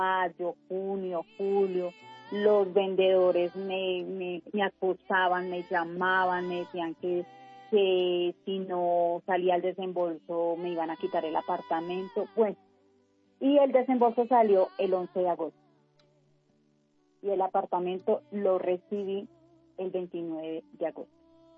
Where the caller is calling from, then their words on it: Bogotá, Colombia; porque yo soy de Bogotá y ya he llevado mucho tiempo aquí en Bogotá